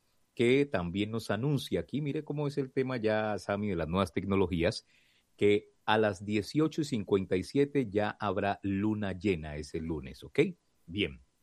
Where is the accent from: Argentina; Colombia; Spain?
Colombia; como buenos colombianos nos sentimos orgullosos de nuestra selección